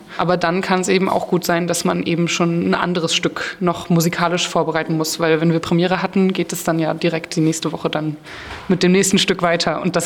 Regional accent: Neustrelitz, Mecklenburg-Vorpommern, Germany; Ja, ich habe hier in Rostock schon studiert an der HMT und ich komme aus Neustrelitz.

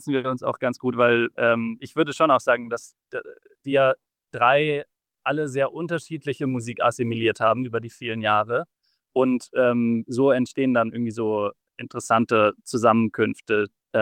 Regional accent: Heidelberg, Baden-Württemberg, Germany; Also ich komme ja, wie gesagt, aus Heidelberg, was ja so ein sehr akademisch und so ein, also so auf eine gute Art kleinstädtisch geprägtes Umfeld ist.

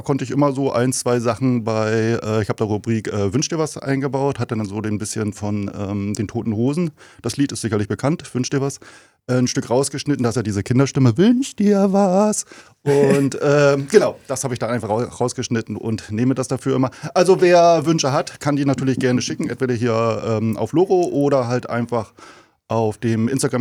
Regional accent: East Germany, Germany; Ja, ich bin aus dem Osten, aber zu der Zeit war ich, also zur Wendezeit war ich 9.

